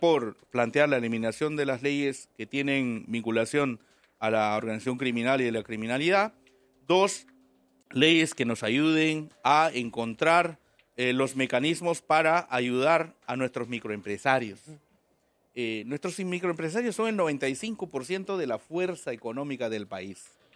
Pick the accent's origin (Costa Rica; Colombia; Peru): Peru; Chanchamayo, Junín; moved away; Yo vengo de Chanchamayo, pues, tierra frutera, cafetera.